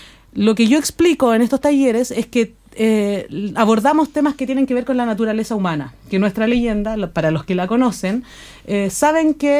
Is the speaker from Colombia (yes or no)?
no; Malloa, O'Higgins, Chile; Somos gente de Malloa